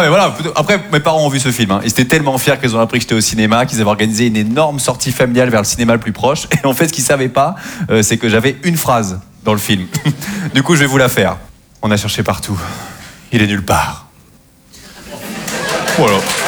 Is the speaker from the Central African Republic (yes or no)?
no; Normandy, France; parce que moi je viens de Normandie et j'ai eu beaucoup de mal avec les élèves du cours Florent.